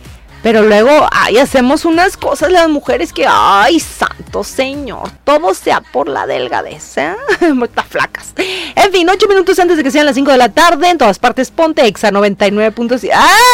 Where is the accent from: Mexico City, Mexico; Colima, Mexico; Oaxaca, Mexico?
Colima, Mexico; A mí me preguntan de dónde soy y digo que soy de Colima.